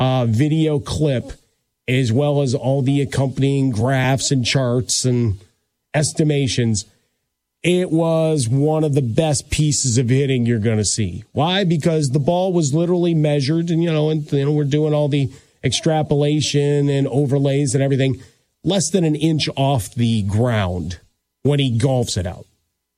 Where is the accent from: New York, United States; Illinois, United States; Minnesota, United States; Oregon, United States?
Illinois, United States; Chicago; certainly big events related to my hometown of Chicago.